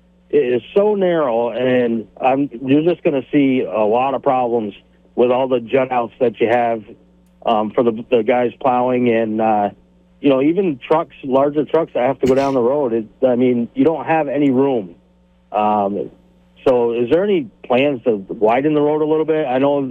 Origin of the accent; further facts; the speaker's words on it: Winooski, Vermont, United States; moved away as an adult; I was born and raised in Winooski, and I had to move out because the taxes were just getting so bad.